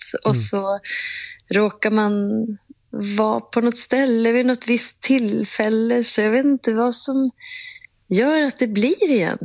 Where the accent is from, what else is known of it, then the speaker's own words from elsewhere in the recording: Umeå, Västerbotten County, Sweden; Och jag är från Umeå och gick på, då hette det ju inte kulturskolan, det hette det musikskolan.